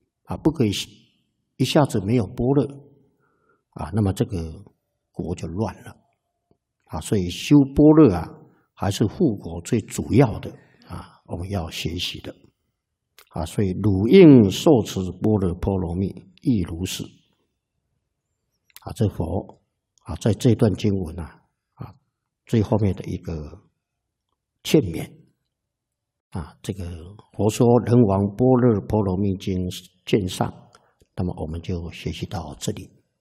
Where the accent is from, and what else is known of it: Taiwan